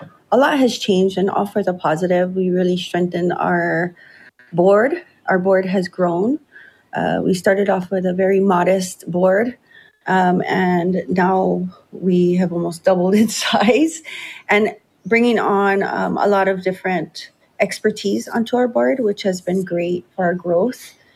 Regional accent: Lahaina, Hawaii, United States; also born or lived in Waikiki / Honouliuli; I was born on the island of Oahu in the Ahupua of Waikiki, raised in Honouliuli and Lahaina on the island of Maui.

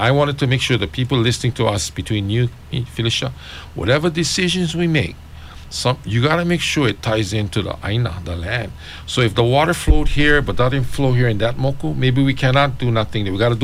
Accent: Hawaii, United States; You know, being Hawaiian myself

